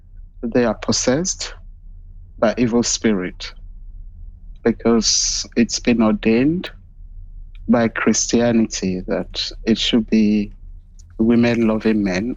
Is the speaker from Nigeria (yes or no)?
yes; Nigeria; moved away as an adult; It was a tough thing to be a lesbian or someone that is LGBTIQ growing up in Nigeria.